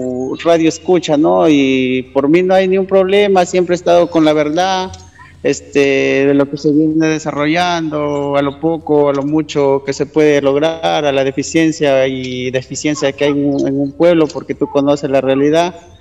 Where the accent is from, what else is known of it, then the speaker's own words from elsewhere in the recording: Ñaupe, Lambayeque, Peru; En el Ñaupe y sus anexos me conocen las personas